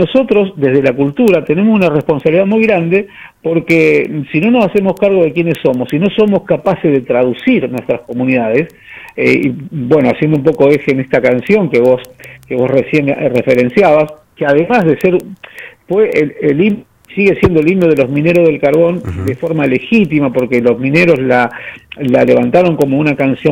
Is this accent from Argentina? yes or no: yes; Río Turbio, Santa Cruz, Argentina; la familia minera es una familia, es el contexto en el que yo me crío. Conozco la historia de mi pueblo en la mesa familiar de todos los días